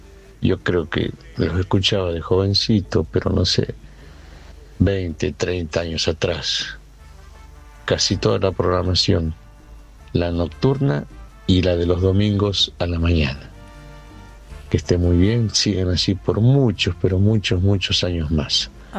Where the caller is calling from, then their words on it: La Rioja, Argentina; soy de La Rioja